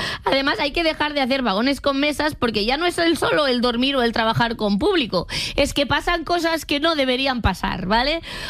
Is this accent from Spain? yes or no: yes; Catalonia, Spain; y como persona catalana esto me